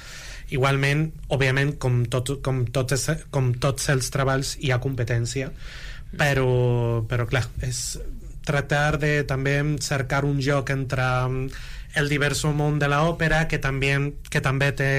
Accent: Málaga, Andalusia, Spain; Catalan is a second language; now in Barcelona, Spain; jo sóc del sur, sóc d'Andalusia, de Màlaga concretament

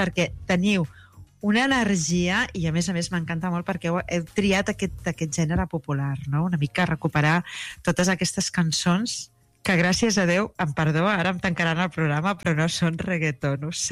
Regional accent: Catalonia, Spain; perquè jo també sóc del Camp de Tarragona

